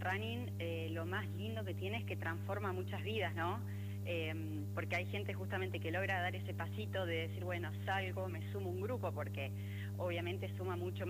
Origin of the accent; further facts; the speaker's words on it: Ushuaia, Tierra del Fuego, Argentina; moved away; nací, viví muchos años en Ushuaia.